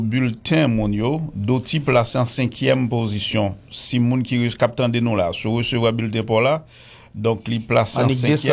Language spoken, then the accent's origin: French; Haiti; donc là ils sont fierté pour nous sont fiers en tant qu'haïtien.